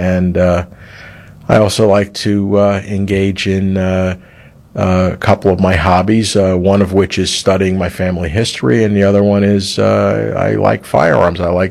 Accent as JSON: {"language": "English", "region": "New Jersey", "country": "United States", "moved": "as an adult", "lives_now": "Texas, United States", "said": "I'm from the New Jersey area originally. Came down here about 25 years ago."}